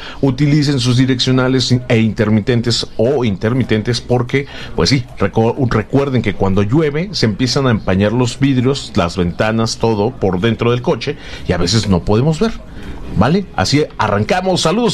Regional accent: Mexico; Después también dicen que somos República Mexicana, pero aquí el pueblo manda y el pueblo es el que dice, ¿saben qué? Así nos conocen.

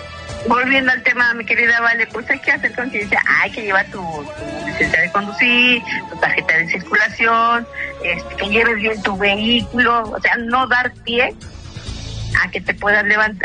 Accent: Mexico; Pero bueno, como buen mexicano, ya ves que la mayoría por evadir que por las prisas

